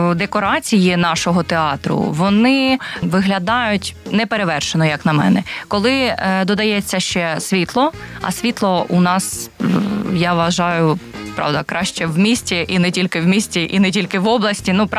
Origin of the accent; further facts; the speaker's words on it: Kharkiv, Kharkiv Oblast, Ukraine; now in Kryvyi Rih, Ukraine; я сама з Харкова